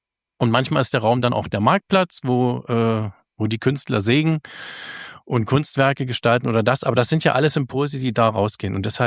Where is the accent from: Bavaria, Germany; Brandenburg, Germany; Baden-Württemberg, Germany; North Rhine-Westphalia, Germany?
Brandenburg, Germany; Cottbus; ich komme aus Cottbus.